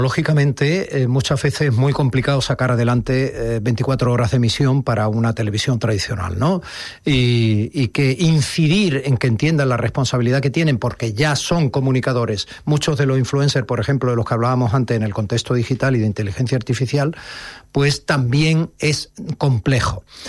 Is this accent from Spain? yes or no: yes; Andalusia, Spain; nuestra naturaleza como andaluces.